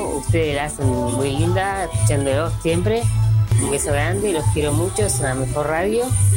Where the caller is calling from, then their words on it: Las Piedras, Canelones, Uruguay; de las Piedras